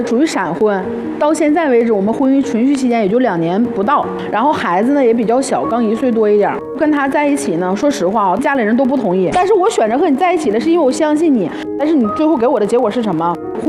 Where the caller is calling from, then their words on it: Jilin, China; 我们是吉林的嘛